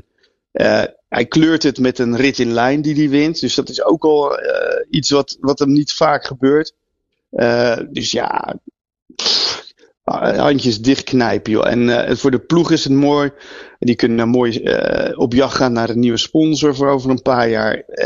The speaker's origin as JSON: {"language": "Dutch", "country": "Netherlands", "said": "Voor de Nederlanders, ja, we hebben er natuurlijk niet zo heel veel mee. Maar goed, wij zijn ook geen Spanjaarden."}